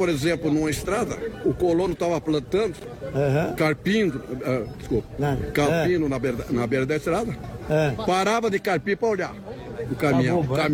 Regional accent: Chapecó, Santa Catarina, Brazil; also born or lived in Cordilheira Alta; De a Cordilheira Alta, perto de Chapecó. Eu sou natural de Chapecó.

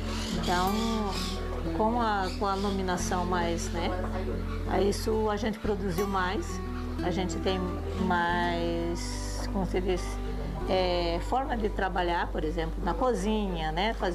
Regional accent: Pantanal, Brazil; Minha vida como pantaneira, a minha infância, eu tinha liberdade para me ir e vir, né, aonde eu queria.

